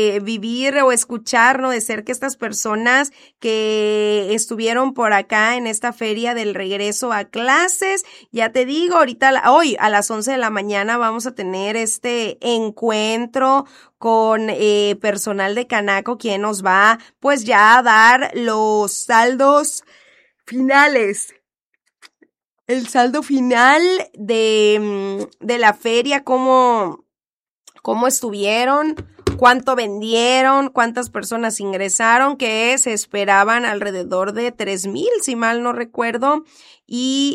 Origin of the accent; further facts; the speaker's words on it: Mexico; fui como buena mexicana, de última hora andar correteando uniformes